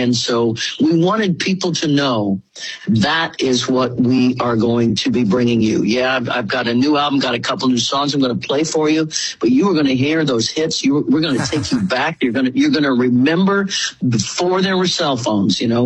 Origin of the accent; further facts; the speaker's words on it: Leavenworth, Kansas, United States; I love my hometown. It's a very special town. It didn't grow like crazy like all the other towns did.